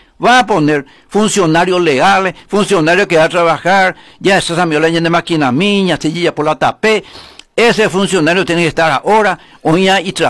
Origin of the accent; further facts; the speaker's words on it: Carapeguá, Paraguarí, Paraguay; siempre como paraguayo, carapegueño, y como el correligionario.